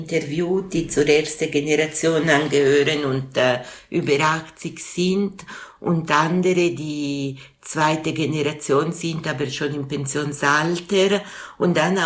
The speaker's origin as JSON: {"language": "German", "country": "Switzerland", "said": "Ich bin auch eine Schweizerin, aber nicht nur. Und dann habe ich ihm meine Geschichte erzählt."}